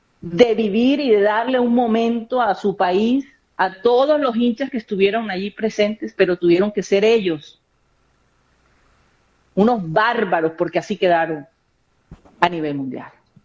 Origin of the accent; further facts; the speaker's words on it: Colombia; decíamos que éramos colombianos, nos asociaban inmediatamente con la mafia, que son, era la minoría. Pero nosotros como colombianos llevábamos eso a cuesta.